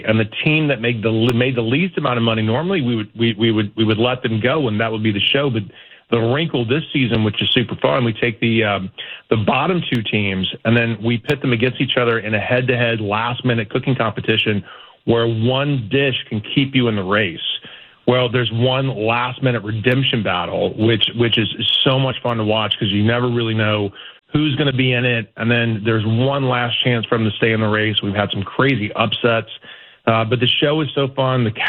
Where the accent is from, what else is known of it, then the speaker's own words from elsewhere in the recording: the South, United States; because I grew up in the South.